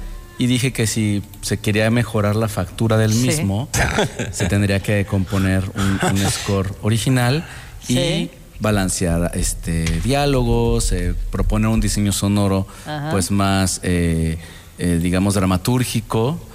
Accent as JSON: {"language": "Spanish", "country": "Mexico", "said": "yo empecé a estudiar guitarra clásica en mi país y pues toqué piezas de Gaspar Sanz. Es una tradición mundial. Al igual que la guitarra en México también tiene una importancia a nivel mundial. Tenemos a Manuel M. Ponce"}